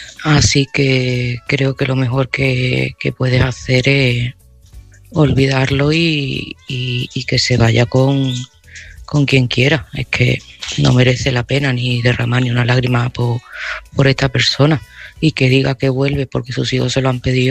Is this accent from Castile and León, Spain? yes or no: no; Seville, Andalusia, Spain; este mensaje va para Mercedes.